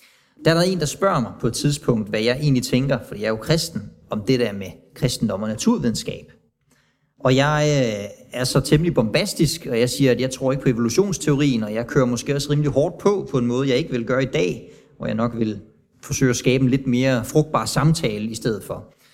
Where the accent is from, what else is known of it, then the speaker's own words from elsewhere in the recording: Tanzania; Fordi jeg er vokset op i Tanzania. Jeg har hørt om, mennesker, der har været besat.